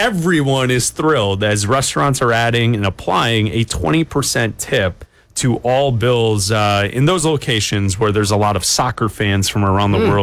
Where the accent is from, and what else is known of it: United States